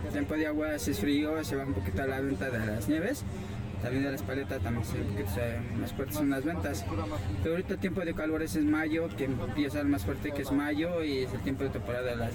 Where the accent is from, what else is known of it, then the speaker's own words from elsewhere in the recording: Temoaya, State of Mexico, Mexico; first language Otomi; Spanish is a second language; now in Cuernavaca, Mexico; Originario, yo soy de Toluca, de Temoya, Estado de México, Santa Cecilia Otomí.